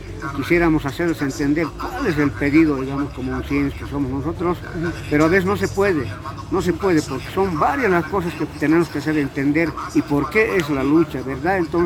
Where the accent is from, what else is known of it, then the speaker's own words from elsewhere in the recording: Uncía, Potosí, Bolivia; como uceños que somos de acá, de Uceño.